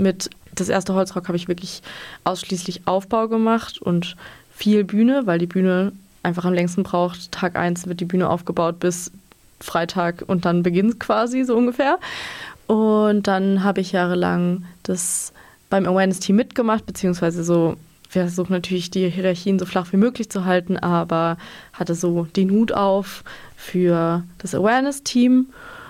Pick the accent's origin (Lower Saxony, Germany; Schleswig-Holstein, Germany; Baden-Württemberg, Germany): Baden-Württemberg, Germany; Lörrach; now in Freiburg, Germany; weil ich bin aus Lörrach und kannte das Café Irrlicht nicht wirklich